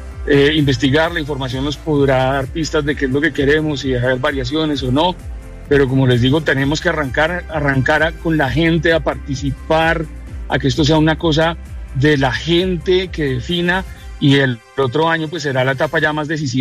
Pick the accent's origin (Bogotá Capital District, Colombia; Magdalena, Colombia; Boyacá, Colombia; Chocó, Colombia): Bogotá Capital District, Colombia; Bogotá; born there; Bogotá es un centro donde nos encontramos quienes nacimos acá, pero también quienes han llegado acá y han decidido hacer su proyecto de vida acá.